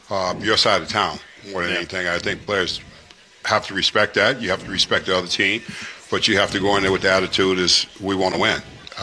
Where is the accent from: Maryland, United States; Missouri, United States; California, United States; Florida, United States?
California, United States; Los Angeles; I'm from South Central LA, man. I got a different type of personality.